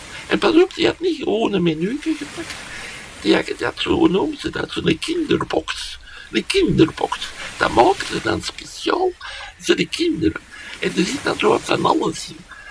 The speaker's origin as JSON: {"language": "Dutch", "country": "Belgium", "said": "Allee, als Belg moet je maar geen slechte fruten serveren."}